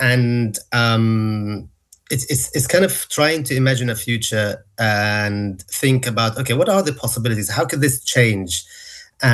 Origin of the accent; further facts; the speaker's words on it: Gaza, Gaza Strip, Palestine; I'm from Gaza. I was born there. I lived all my life there.